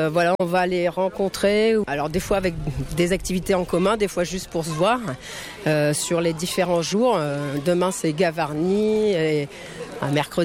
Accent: Sainte-Enimie, Occitanie, France; Du coup, nous, on vient de Saint-Enémy, c'est dans les gorges du Tarn, en Lozère.

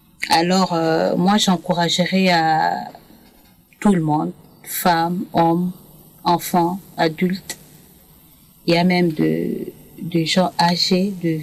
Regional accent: Cameroon; moved away; Je suis camerounaise.

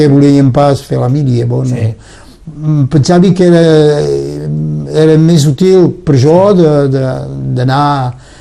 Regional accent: Catalonia, Spain; Jo soc un català, ella el català, mai tenim pas africans dins de la família.

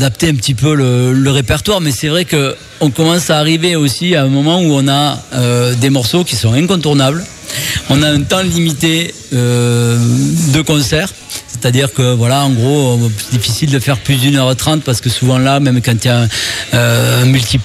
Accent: South-West France, France; nous c'est sud-ouest

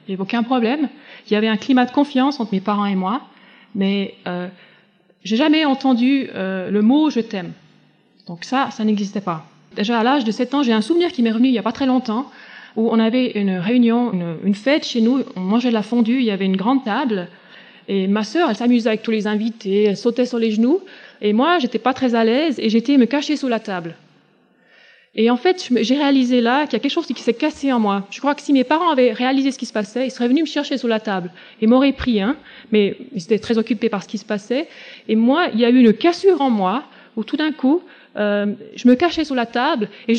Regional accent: Lausanne, Vaud, Switzerland; Moi, je suis originaire de Lausanne, une famille chrétienne avec un frère et une sœur.

